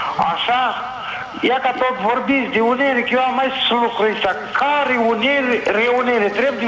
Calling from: Nisporeni, Nisporeni District, Moldova; din Nisporene

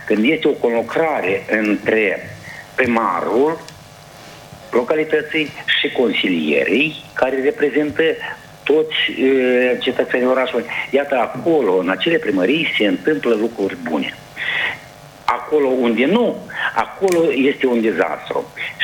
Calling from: Căușeni, Căușeni District, Moldova; Sunt de la Căușeni și am urmărit discuțiile dumneavoastră în studio

